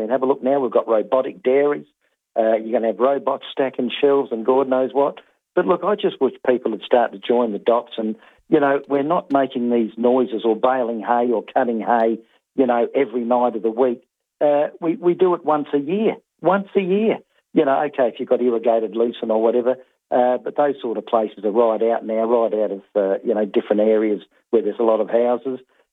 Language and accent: English; Strathalbyn, South Australia, Australia; and Strathalbyn here in my hometown, You know how big that's getting.